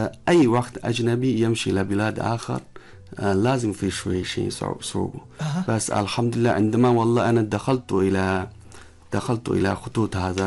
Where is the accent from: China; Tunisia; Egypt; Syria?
China; Arabic is a second language; moved away as an adult; now in Oman; من الصين بلساني عربي